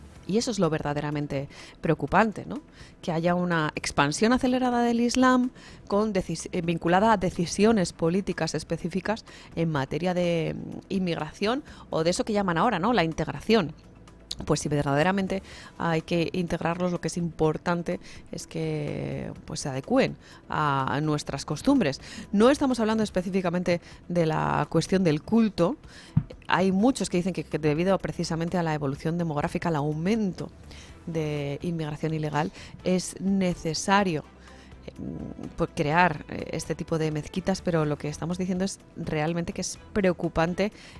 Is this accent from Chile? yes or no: no; Spain